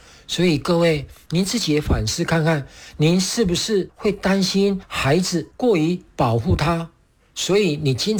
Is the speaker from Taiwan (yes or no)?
yes; Taiwan; 想要跟大家来分享的是